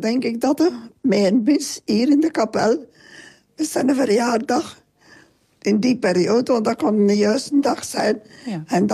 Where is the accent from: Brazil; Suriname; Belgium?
Belgium; Halmaal, Flanders